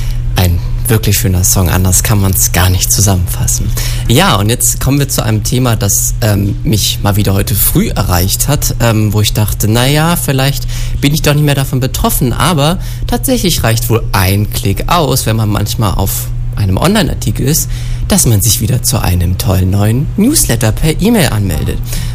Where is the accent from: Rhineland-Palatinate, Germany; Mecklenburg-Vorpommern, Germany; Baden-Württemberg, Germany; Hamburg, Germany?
Mecklenburg-Vorpommern, Germany; So, ich habe das zum Beispiel bei meiner Lokalzeitung aus meiner Heimat, aus Mecklenburg-Vorpommern, finde ich super.